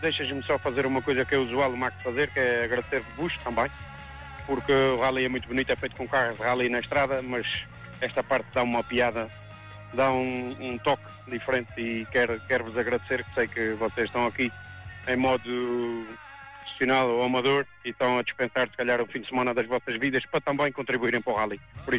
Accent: Santa Maria, Azores, Portugal; Sou daqui, nasci aqui

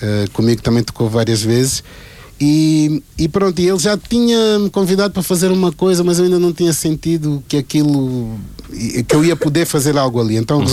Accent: Lisbon, Portugal; Então, crescendo aqui em Portugal, indo sempre a Angola e estando sempre nesses dois continentes, eu aqui encontrei muitas Áfricas também, né? E África também dentro de Portugal, e principalmente desta Lisboa, que é tão misturada e tão mestiça, e da qual também faço parte.

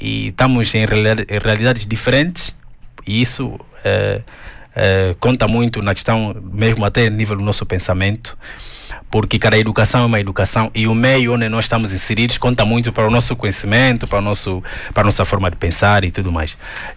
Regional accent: Angola; moved away as an adult; now in Braga, Portugal; estou aqui em Braga com os dois, a eles terem essa vida diferente daquilo que nós já crescemos em Angola.

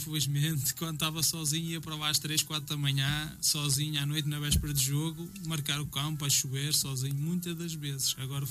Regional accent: Bitarães, Porto, Portugal; Hoje em dia já vivo-se num mundo global, mas eu ainda sou muito bairrista, então Bitarães para mim quer dizer muito e vai continuar a dizer sempre.

